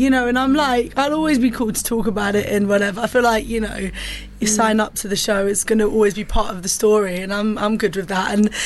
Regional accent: Cyprus; now in London, United Kingdom; because it's like the Middle Eastern connection, because I'm from Cyprus

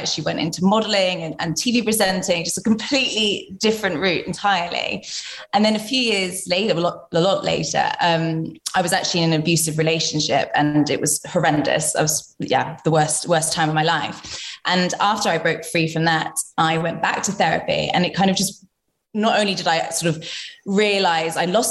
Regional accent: London, United Kingdom; So I'm 31 and I'm from London.

